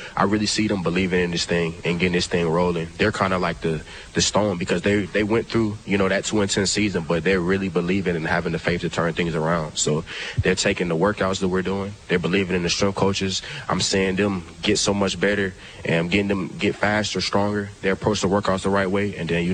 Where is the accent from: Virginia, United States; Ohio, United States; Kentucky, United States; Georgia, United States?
Georgia, United States; now in Arkansas, United States; I'm from Georgia too